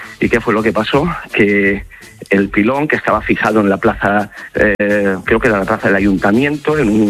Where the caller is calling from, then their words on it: Castellón de la Plana, Valencian Community, Spain; Aquí os llamo desde Castellón